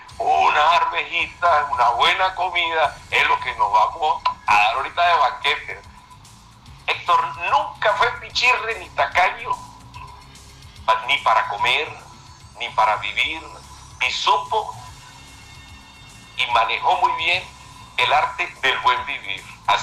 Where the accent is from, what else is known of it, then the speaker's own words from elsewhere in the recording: Mérida, Venezuela; somos merideños, somos venezolanos